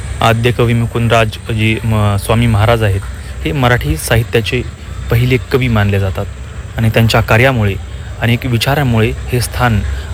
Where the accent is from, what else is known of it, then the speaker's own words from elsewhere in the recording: Yelda, Maharashtra, India; moved away; तिथून काही अंतरावरतीच माझं मूळ गाव अर्थात येलडा येडेश्वरी मातेच्या पदस्पर्शनं पावन झालेलं आहे. तिथला मी मूळचा निवासी